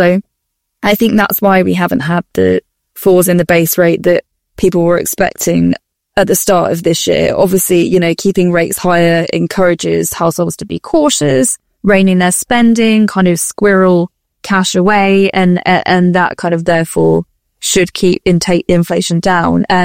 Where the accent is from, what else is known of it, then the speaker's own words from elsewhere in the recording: United Kingdom; we're British.